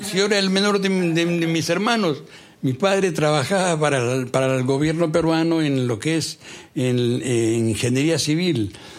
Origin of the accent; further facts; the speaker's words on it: Arezzo, Tuscany, Italy; Spanish is a second language; Es el centro de Italia y soy de Arezzo, Firenze.